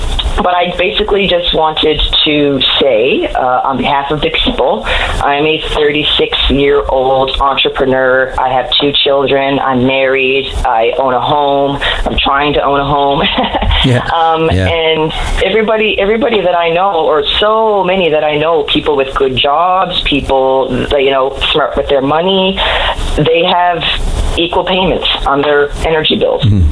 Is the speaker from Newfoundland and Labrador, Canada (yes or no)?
yes; Newfoundland and Labrador, Canada; I may never see the electricity bill that I deserve to see as a Newfoundlander.